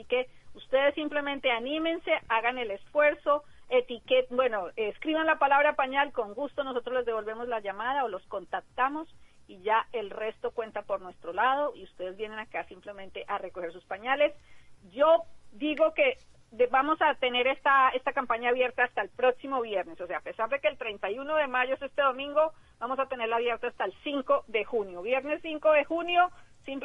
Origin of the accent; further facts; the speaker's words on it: Colombia; moved away; De hecho, en Colombia la celebramos el último domingo de mayo